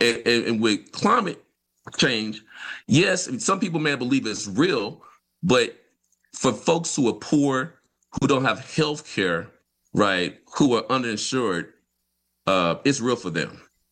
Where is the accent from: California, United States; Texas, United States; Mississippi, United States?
Mississippi, United States; Vicksburg; I'm from Mississippi, so I'm from Vicksburg.